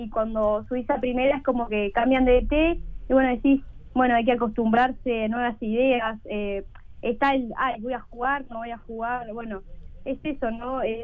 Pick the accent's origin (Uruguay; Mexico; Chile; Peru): Uruguay; Montevideo; De Jardines, bueno, yo estoy a unas cuadras del estadio de Danubio.